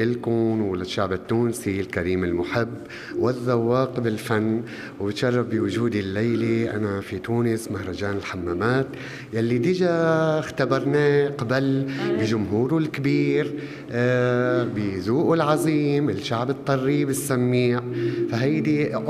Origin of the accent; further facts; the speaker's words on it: Aleppo, Aleppo Governorate, Syria; كانت قصيدة غزلية أو موال السبعاوي نحن بيسموه عنا في حلب، بوصفي أنا سوري لبناني ومن حلب تحديدا.